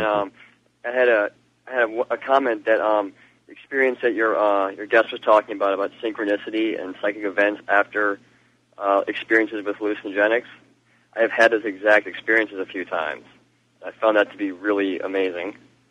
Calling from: Baton Rouge, Louisiana, United States; I'm from the South, obviously, and down here

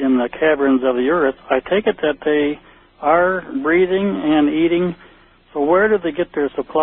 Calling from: Illinois, United States; near Chicago.

